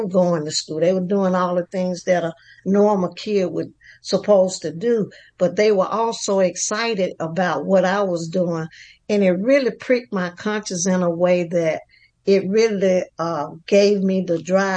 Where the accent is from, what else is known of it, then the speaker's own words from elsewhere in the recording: Selma, Alabama, United States; that little poor girl growing up in Selma